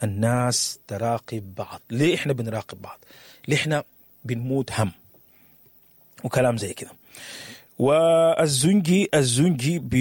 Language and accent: Arabic; Sudan; بالنسبة لبلدنا السودان